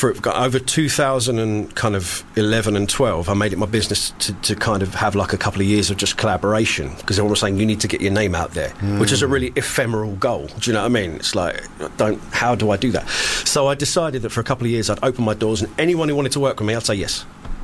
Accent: East of England, United Kingdom; now in Essex, United Kingdom; But yeah, I grew up in Suffolk. Now I live in Essex, and I'm just about to move to.

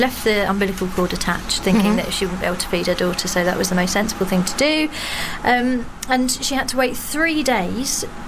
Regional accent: Croydon, London, United Kingdom; because it being Croydon and I'm from Croydon and, you know...

